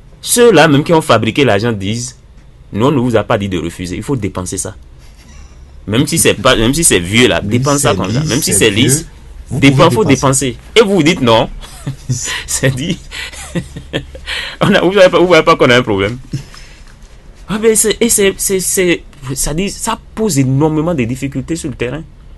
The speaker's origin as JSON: {"language": "French", "country": "Benin", "said": "bravo à ces filles-là qui sont en train de nous rendre heureux en tant que Béninois"}